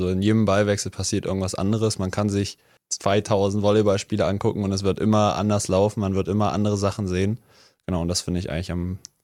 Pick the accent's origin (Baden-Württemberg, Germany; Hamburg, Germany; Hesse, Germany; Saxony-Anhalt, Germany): Saxony-Anhalt, Germany; Ich komme ursprünglich aus Sachsen-Anhalt.